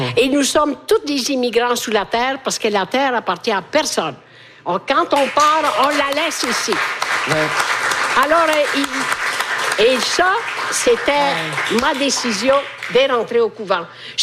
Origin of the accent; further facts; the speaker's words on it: Italy; Moi, j'ai pas de maison. J'ai rien. Puis c'est l'hiver. Chez nous, en Italie, il fait chaud.